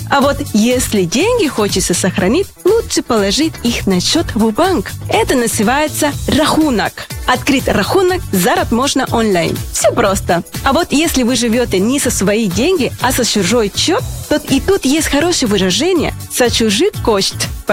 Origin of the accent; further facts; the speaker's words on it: Venezuela; now in Belarus; Я приехала в Беларусь из Венесуэлы, приехала и осталась. И мне здесь очень много нравится, в том числе белорусский язык.